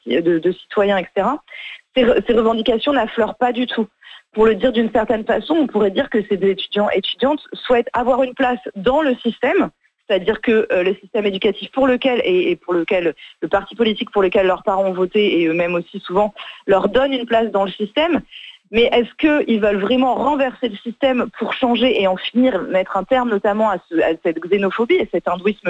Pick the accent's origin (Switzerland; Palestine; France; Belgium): France; en plus moi je suis française